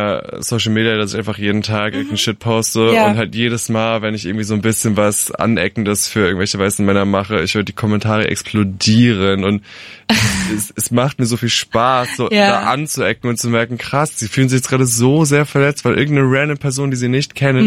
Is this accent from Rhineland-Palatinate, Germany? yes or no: yes; Rhineland-Palatinate, Germany; Nähe Alzey.